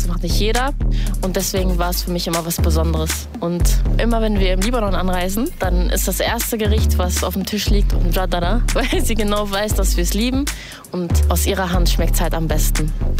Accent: Herford, North Rhine-Westphalia, Germany; Hi, ich komme aus Herford

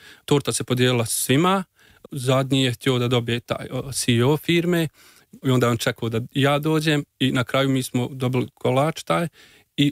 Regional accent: Doboj, Republika Srpska, Bosnia & Herzegovina; moved away as an adult; now in Cologne, Germany; Ja sam došao iz Doboja. Prije 6 godina sam došao u Njemačku gdje sam dobio posao.

